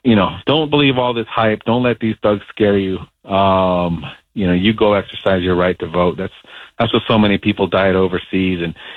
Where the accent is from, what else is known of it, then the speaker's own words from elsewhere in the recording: United States; born there; I was born here. I'm American, just like anybody else.